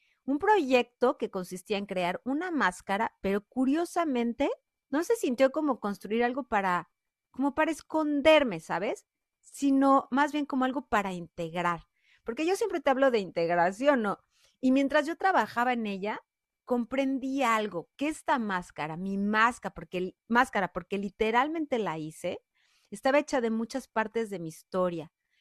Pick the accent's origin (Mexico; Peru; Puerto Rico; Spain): Mexico; now in Vancouver, Canada; Vancouver, Canadá, porque sabes que en semanas pasadas estuve en Ciudad de México, ¿cómo no? En mi país